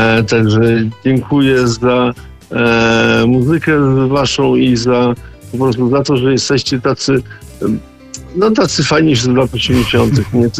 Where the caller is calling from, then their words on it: Augustów, Podlaskie Voivodeship, Poland; pochodzę z Augustowa